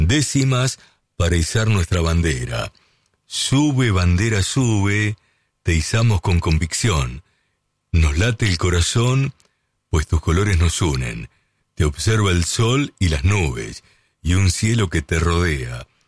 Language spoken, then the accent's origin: Spanish; Lincoln, Buenos Aires Province, Argentina; Gracias por estar escuchando allí en mi ciudad de Lincoln.